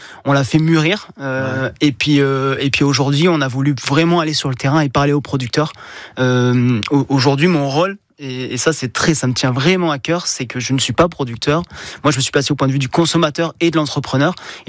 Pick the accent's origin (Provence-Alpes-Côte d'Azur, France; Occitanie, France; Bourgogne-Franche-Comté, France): Provence-Alpes-Côte d'Azur, France; Moi, je viens des Hautes-Alpes.